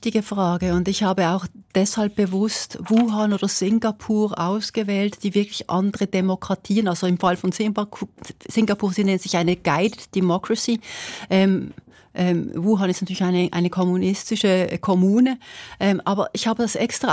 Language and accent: German; Switzerland; ja, aber als Schweizer Mädchen ist es mir schon noch wichtig, auch ein wenig teilzuhaben, sozusagen an dem, was passiert im eigenen Land.